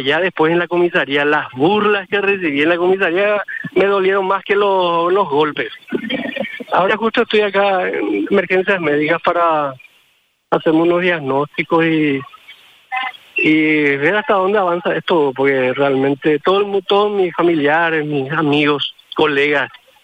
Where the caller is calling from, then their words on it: Alberdi, Ñeembucú, Paraguay; yo provengo de Alberdi, yo soy alberdeño, provengo de esa zona